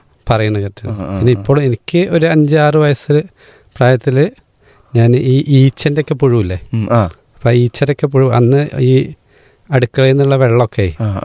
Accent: Perinthalmanna, Kerala, India; ഞാൻ പെരിന്തമണ്ണ തന്നെയാണ് സ്വദേശം. ഇവിടെ പീസ് റേഡിൻ്റെ അടുത്ത് തന്നെ

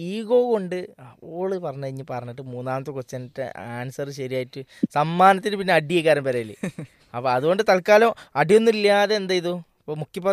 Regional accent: Malappuram, Kerala, India; accent: Malappuram dialect; ഞങ്ങളുടെ നാട്ടിലത്തെ മലപ്പുറം ഭാഷയിലെ ഏറ്റവും വളരെ രസകരമായ വാക്കുകൾ

